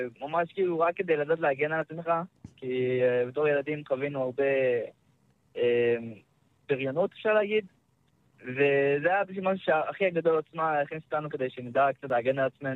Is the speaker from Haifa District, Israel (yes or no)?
no; Shilo, Judea and Samaria Area, Israel; גדלנו ביישוב שילה, בשומרון. אני ועוד שתי אחים.